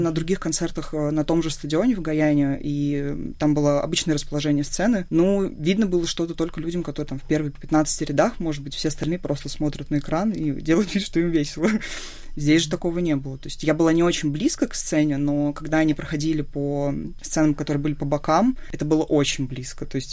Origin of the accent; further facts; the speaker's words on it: Russia; я прям девочка из России